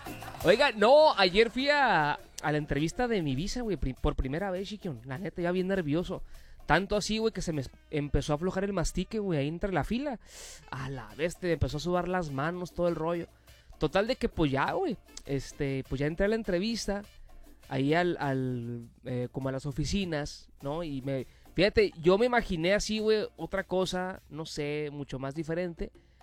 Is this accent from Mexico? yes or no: yes; Mexico; ¿no estás viendo que soy mexicano?